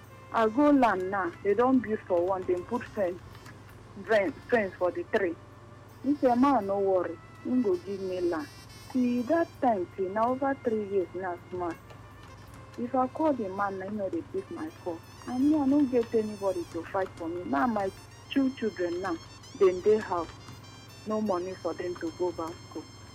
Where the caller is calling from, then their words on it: Port Harcourt, Rivers, Nigeria; I'm calling from Elelewa.